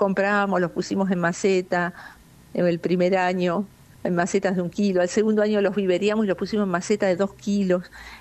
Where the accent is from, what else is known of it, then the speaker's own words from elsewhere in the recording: El Bolsón, Río Negro, Argentina; yo era de acá, Nick, nacida y criada